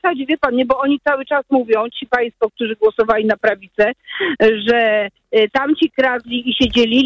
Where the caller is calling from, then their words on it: Poznań, Greater Poland Voivodeship, Poland; A, to u mnie w Poznaniu.